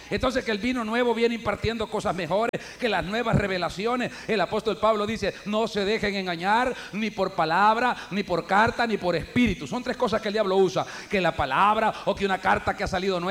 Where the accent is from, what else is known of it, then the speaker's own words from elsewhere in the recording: La Unión, El Salvador; soy de aquí de Oriente, soy de la Unión, vivo predicando en todo este Oriente, vivo predicando en este país, en Centroamérica.